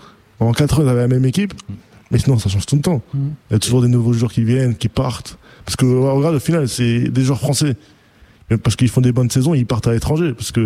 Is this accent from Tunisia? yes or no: no; Spain; Et ouais, j'ai vécu toutes mes années là-bas, j'ai commencé le basket ici. Donc je suis espagnol moi.